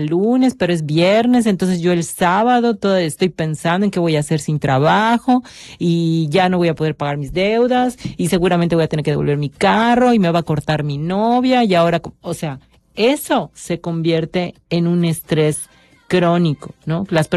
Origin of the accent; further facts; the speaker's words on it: Yucatán, Mexico; Y como buenos yucatecos, todo lo dejamos en último momento